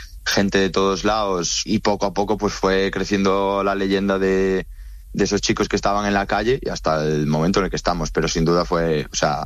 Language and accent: Spanish; Galicia, Spain; moved away; y yo, que soy de Galicia, Galiza, Baliza.